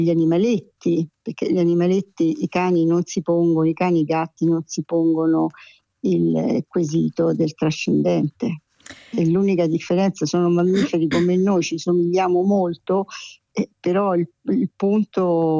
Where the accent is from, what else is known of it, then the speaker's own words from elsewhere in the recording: Umbria, Italy; born there; io sono nata in Umbria, che è la terra per eccellenza dei mistici.